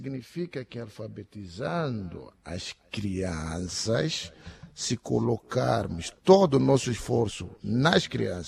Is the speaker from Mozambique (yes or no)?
yes; Mozambique; Nós somos moçambicanos.